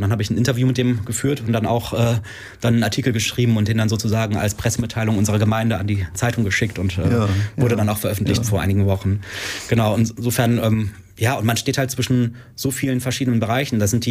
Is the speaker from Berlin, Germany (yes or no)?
no; Nordhorn, Lower Saxony, Germany; born there; Meine Eltern kommen beide aus Hessen. Ich bin aber hier in Nordhorn geboren. Die sind kurz zuvor hierher gezogen, Mitte der 80er.